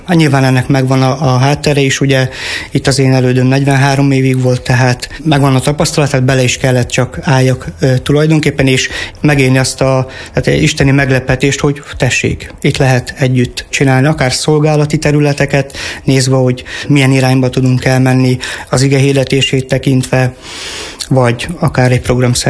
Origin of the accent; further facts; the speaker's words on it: Zakarpattia Oblast, Ukraine; now in Hungary; hogy én kárpátaljai származású vagyok, előtte Szerencsén éltünk 2 évig.